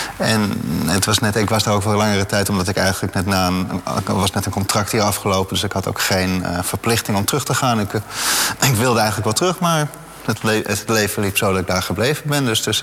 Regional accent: Netherlands; moved away as an adult; now in Israel; Ik heb mijn vormende jaren waren in Nederland en ik ben op mijn 30ste... niet uit ideologische overwegingen, maar omdat het leven zo liep, ben ik daar beland.

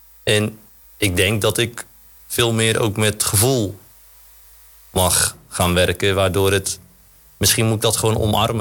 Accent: Dordrecht, South Holland, Netherlands; ik voel me wel echt een Dordtenaar. Ik ben echt een Dordtofiel, zoals ze dat zeggen.

